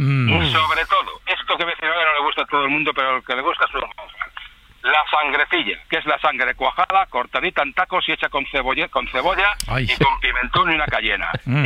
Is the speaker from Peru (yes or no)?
no; Valladolid, Castile and León, Spain; Yo soy de Valladolid, de capital, ¿vale? Generaciones.